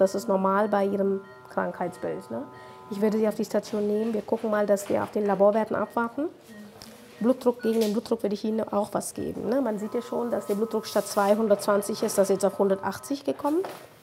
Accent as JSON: {"language": "German", "country": "India", "lives_now": "Bielefeld, Germany", "said": "Jetzt tut mir leid, ich bin Inderin. Ich muss Milch haben."}